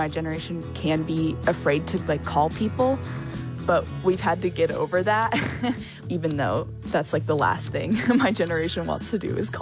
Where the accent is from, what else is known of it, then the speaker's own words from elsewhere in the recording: Nashville, Tennessee, United States; And so right now I'm in Nashville, Tennessee, which is my hometown.